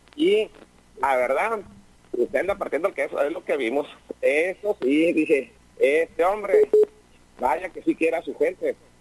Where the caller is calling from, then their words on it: Tijuana, Baja California, Mexico; De Tijuana, de la Colonia García.